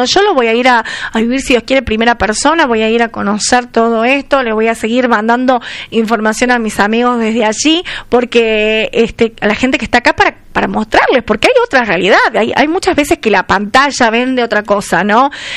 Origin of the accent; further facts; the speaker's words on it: Argentina; nosotros sabemos que somos argentinos y que amamos nuestro país